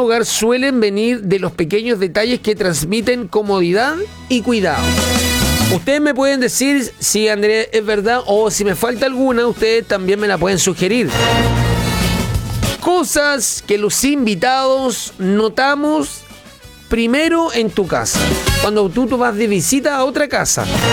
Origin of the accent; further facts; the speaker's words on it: Chile; somos fijones los chilenos